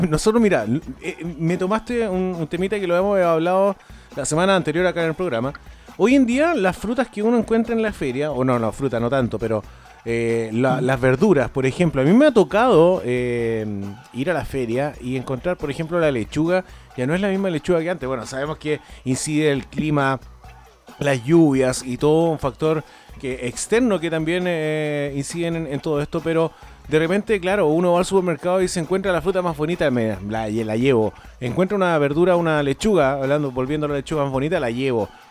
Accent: Talca, Maule, Chile; moved away; yo soy oriundo de la séptima región de Talca, y en la casa donde viví mi juventud, ahí está lleno de naranjos.

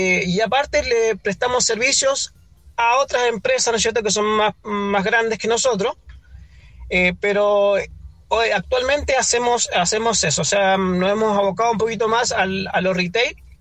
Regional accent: Argentina; now in Chile; defender también mi país, Argentina. Entonces, soy un argentino viviendo en Chile

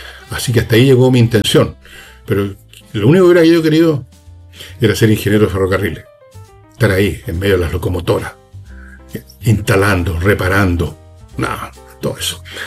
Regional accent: Chile

